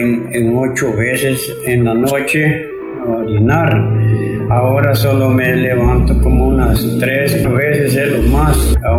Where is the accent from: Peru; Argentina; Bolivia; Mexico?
Mexico; Ermitaño Nueva Frontera, Chiapas; Yo vengo del Ermitaño Nueva Frontera.